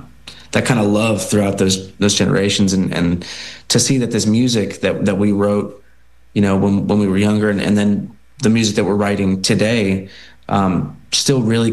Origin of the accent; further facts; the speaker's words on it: New Jersey, United States; Well, as I mentioned, we grew up in Jersey, and been lifelong Giants fans